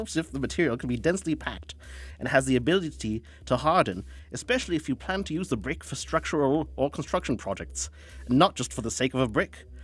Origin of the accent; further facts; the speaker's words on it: Louisiana, United States; accent: Louisiana; Pardon my Louisiana accent.